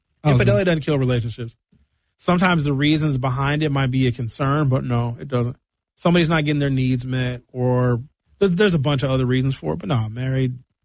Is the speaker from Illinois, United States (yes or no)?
no; Brown Deer, Wisconsin, United States; moved away; I know people I grew up with in Brown Deer